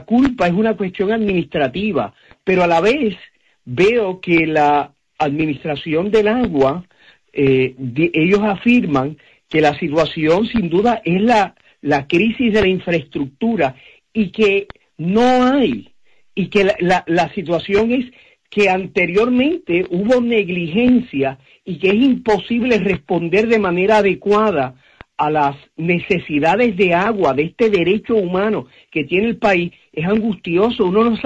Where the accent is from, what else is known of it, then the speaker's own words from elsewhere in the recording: Puerto Rico; sin duda provoca en nuestra conciencia como puertorriqueño un sentido de urgencia y de solución.